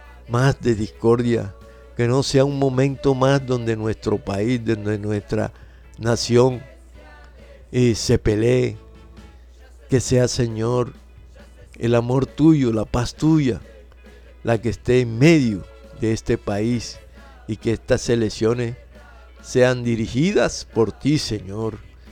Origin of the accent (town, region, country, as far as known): Colombia